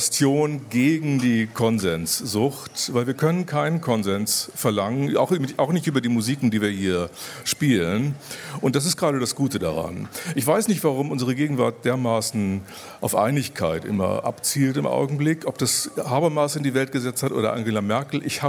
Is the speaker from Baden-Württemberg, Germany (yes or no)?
no; Bremen, Germany; Also ich komme ja aus Bremen